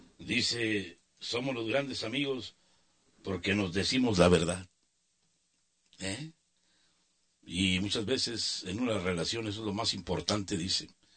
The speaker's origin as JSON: {"language": "Spanish", "country": "Mexico"}